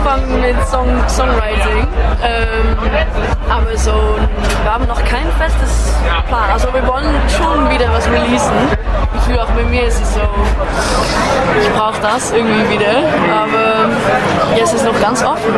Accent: Netherlands; Also ja, ich komme aus Holland, ich kannte die nicht vorher.

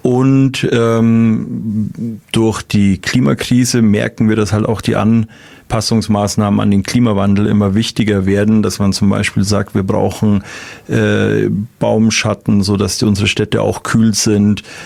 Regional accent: Munich, Bavaria, Germany; born there; Persönlich, ich bin in München geboren

